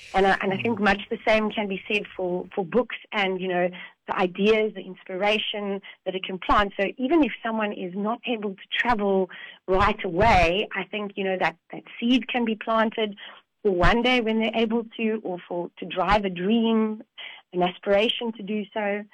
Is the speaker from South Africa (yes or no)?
yes; South Africa; me being proudly South African